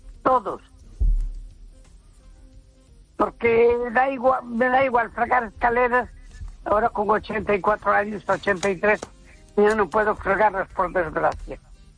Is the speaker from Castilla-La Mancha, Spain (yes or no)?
no; A Coruña, Galicia, Spain; Buenas noches. … de Coruña.